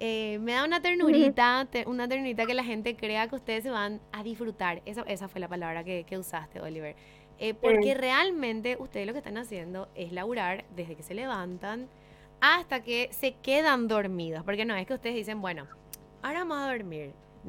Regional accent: Paraguay; Somos todos Misses y Misters cuando salimos del país y nos toca decir, yo soy de Paraguay.

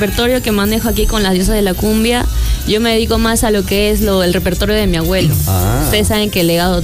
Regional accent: Lima, Peru; Yo vengo del rico San Juan del Urigancho

